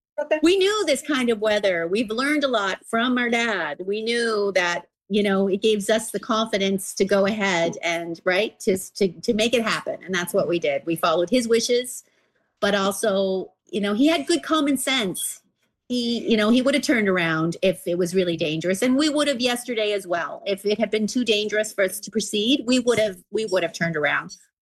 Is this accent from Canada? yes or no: yes; Cape Breton, Nova Scotia, Canada; I grew up here in Cape Breton